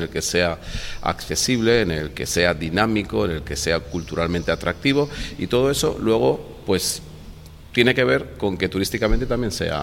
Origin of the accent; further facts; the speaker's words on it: Benidorm, Valencian Community, Spain; now in Alfaz del Pi, Spain; yo soy nacido en Benidorm y me he criado en la playa de Benidorm y su arena.